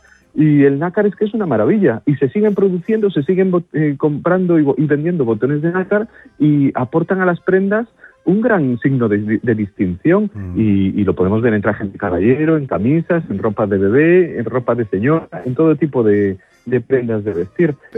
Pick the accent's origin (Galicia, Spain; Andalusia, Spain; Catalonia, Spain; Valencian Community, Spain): Galicia, Spain; yo como gallego tengo que indicar la ostra gallega como calidad